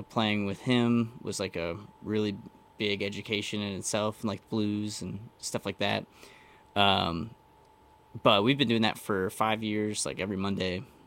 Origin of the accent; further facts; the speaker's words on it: Lexington, Kentucky, United States; I'm from Lexington, Kentucky